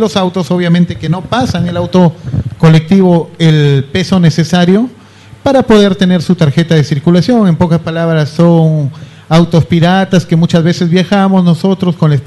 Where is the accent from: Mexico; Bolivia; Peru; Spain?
Peru; La Libertad; now in Otuzco, Peru; soy natural de Lapra